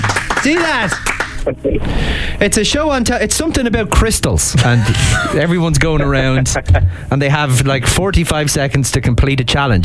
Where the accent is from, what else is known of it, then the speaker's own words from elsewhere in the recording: Dublin, Leinster, Ireland; I am from Dublin, Ireland.